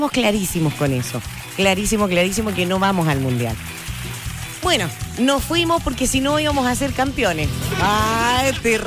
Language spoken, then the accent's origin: Spanish; Chile